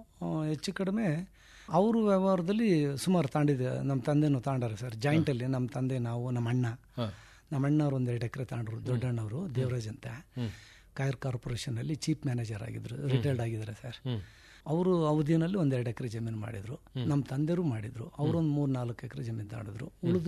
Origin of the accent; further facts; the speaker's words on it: Maddur, Karnataka, India; Maddur sir.